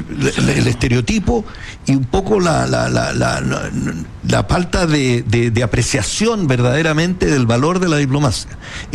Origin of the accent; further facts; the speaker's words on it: Chile; Tenemos relaciones estupendas con nuestro país.